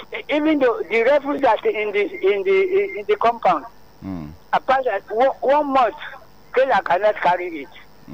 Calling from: Lagos, Nigeria; I'm from Ijushaga.

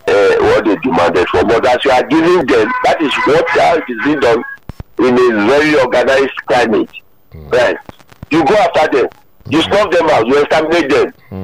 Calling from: Lagos, Nigeria; I'm calling from the United States of Oba, Lagos … from Oba.

